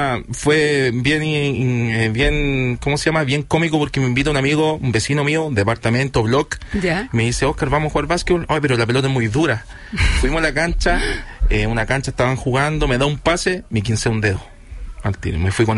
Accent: San Bernardo, Santiago Metropolitan, Chile; San Bernardo.

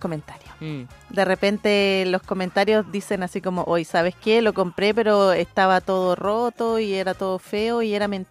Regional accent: Valdivia, Los Ríos, Chile; hoy soy de Valdivia, así que esta tienda de mangas a la que yo siempre le voy a comprar.

